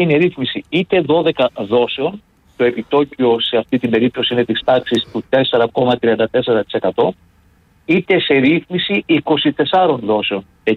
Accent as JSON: {"language": "Greek", "town": "Spetses", "region": "Attica", "country": "Greece", "said": "Έχετε επαφή από τις Σπέτσες. Έχετε επαφή με το νησί μου."}